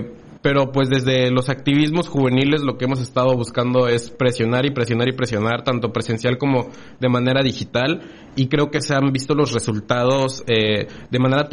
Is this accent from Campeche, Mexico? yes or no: yes; Campeche, Mexico; somos de Campeche